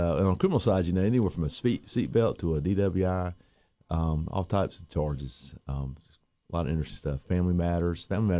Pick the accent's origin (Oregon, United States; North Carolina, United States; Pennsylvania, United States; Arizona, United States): North Carolina, United States; Durham; moved away as an adult; now in Rocky Mount, United States; I'm a native North Carolinian, grew up in Durham, but I moved here in '99 with my wife to raise our kids.